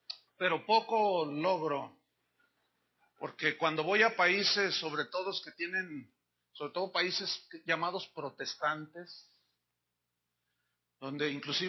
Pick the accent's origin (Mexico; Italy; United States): Mexico; Yo cuando viajo a distintos países, ¿de dónde eres? Soy mexicano.